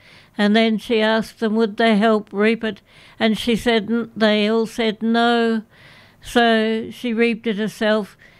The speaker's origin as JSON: {"language": "English", "town": "Canberra", "region": "Australian Capital Territory", "country": "Australia", "tie": "born or raised there", "said": "I grew up in Griffith in Canberra."}